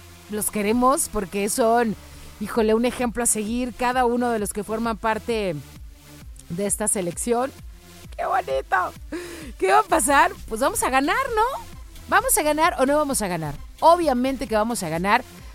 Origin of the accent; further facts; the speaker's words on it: Mexico; así somos los mexicanos